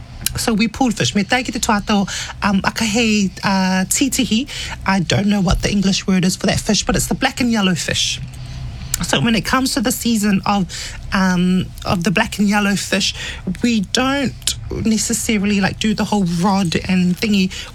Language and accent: English; Cook Islands; English is a second language; moved away; where I'm from Manaiki